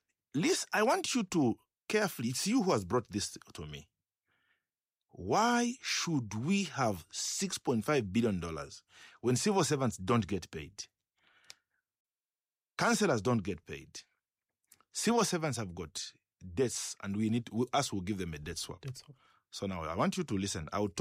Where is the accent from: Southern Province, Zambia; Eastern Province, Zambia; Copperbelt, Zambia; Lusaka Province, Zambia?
Copperbelt, Zambia; Chingola; I come from Chingola.